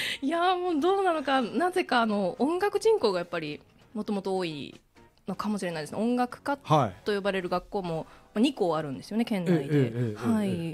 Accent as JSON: {"language": "Japanese", "region": "Kagawa", "country": "Japan", "tie": "born or raised there", "said": "地元が香川県になりますので。"}